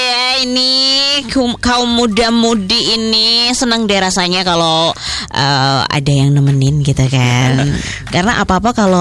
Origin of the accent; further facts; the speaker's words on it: Magelang, Central Java, Indonesia; kita kan sebagai warga Magelang juga tahu ya, pakai bahasa Jawa